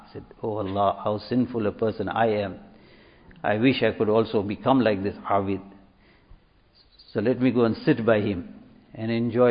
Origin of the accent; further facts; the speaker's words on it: South Africa; I said, "Yunus, I'm from South Africa."